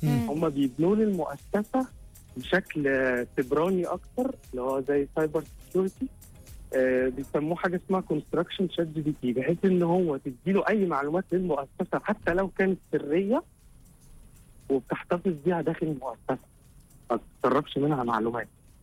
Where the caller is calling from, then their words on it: United Arab Emirates; ايوه من الامارات.